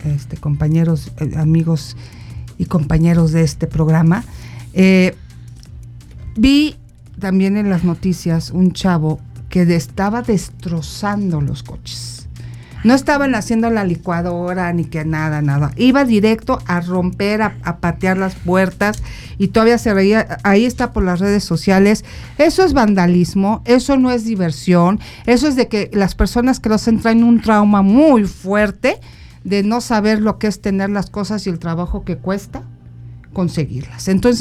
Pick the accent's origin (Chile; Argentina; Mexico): Mexico